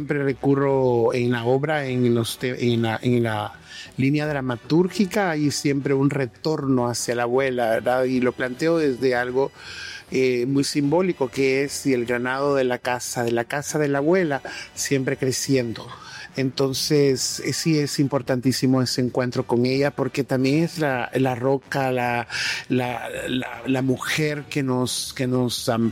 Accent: Santa Ana, El Salvador; en mi caso, desde mi niñez en Santa Ana

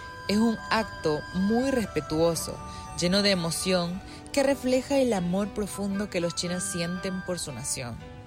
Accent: El Salvador; now in China; Algo que me sorprende mucho como salvadoreño

